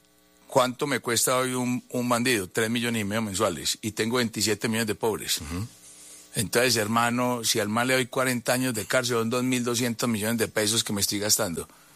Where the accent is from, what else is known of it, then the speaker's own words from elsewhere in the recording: Colombia; nuestro país es 35 veces más violento que Estados Unidos